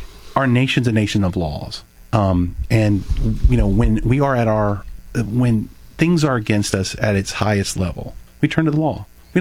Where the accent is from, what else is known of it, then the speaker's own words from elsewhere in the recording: Texas, United States; born there; also born or lived in North Dakota / Germany; So I was born in Texas. We then moved to North Dakota. Then we moved to Germany. And I lived in Germany at what I say is the height of the Cold War